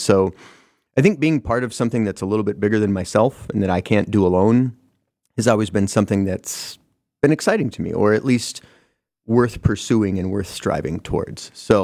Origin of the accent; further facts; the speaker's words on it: Bismarck, North Dakota, United States; moved away as an adult; now in Fargo, United States; born and raised in Bismarck, North Dakota.